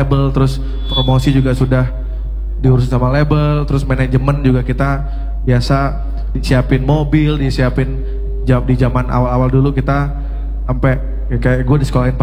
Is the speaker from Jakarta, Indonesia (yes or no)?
no; Ciledug, Banten, Indonesia; Memang kita kan tumbuh di di Ciledug gitu ya, di Jalan Ciledug Raya. Kita race in Ciledug lah gitu ya.